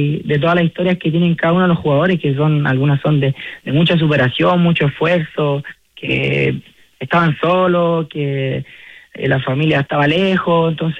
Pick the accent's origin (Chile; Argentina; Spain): Chile; Vamos, lo único que somos de Chile